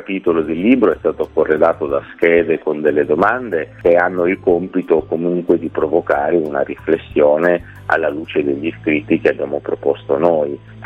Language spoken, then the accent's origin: Italian; Olbia, Sardinia, Italy; moved away as an adult; now in Palau, Italy; io sono di origine palaese, anche se nato e cresciuto ad Olbia